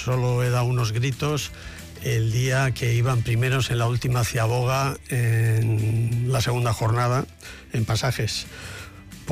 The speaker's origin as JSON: {"language": "Spanish", "town": "Zarautz", "region": "Basque Country", "country": "Spain", "said": "No, porque soy de Zarautz, entonces claro. Ya desde chaval tenía... Tenía compañeros de Oreo, tenía compañeros de Getaria y también algunos baserritarras de la zona."}